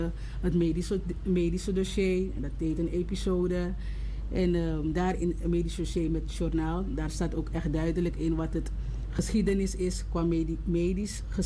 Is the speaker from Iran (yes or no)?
no; Suriname; We zijn Surinamers en we zijn meestal gewend dat alle kinderen zeg maar bemoeienis willen hebben.